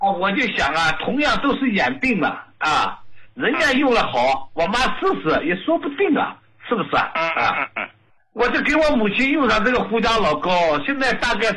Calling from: Jiangsu, China; 我是来自江苏南充的一名患者。

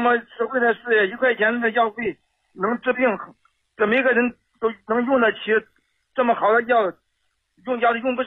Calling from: Shenyang, Liaoning, China; 我是沈阳的呀。

